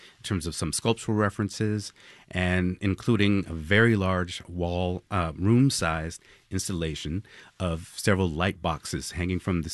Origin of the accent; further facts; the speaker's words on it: Los Angeles, California, United States; And even before that, as a teenager growing up in Los Angeles, I was a graffiti artist.